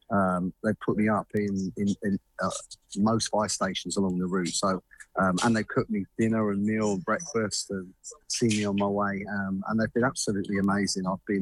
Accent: London, United Kingdom; because I'm a Londoner, I like to kind of explore and get around.

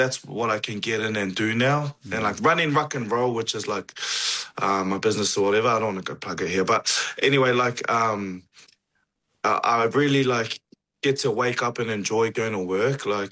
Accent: New Zealand; Like, bro, even sometimes I'm hoping Tonga gets upsets against Kiwi, and I'm Kiwi. But it's because all our boys play for Tonga as well, and they're our twin nation, kind of.

